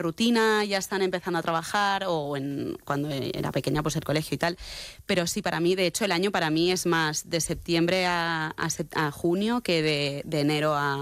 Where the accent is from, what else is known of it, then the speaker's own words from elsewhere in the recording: Barcelona, Catalonia, Spain; que soy de Barcelona, entonces la cosa del mar, de estar morenita